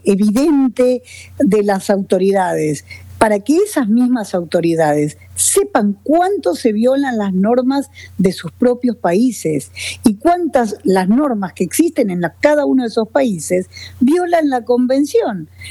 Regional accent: Argentina; Eso sucede en mi país, en la Argentina

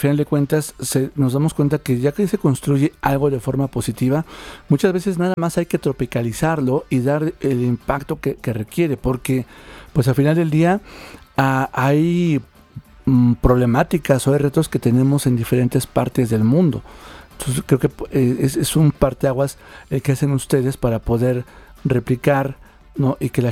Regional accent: Mexico; en la que orgullosamente, siendo mexicana

